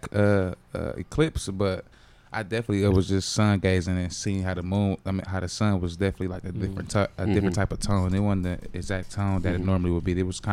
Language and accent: English; Milwaukee, Wisconsin, United States; Oh yeah, I'm from Milwaukee for sure.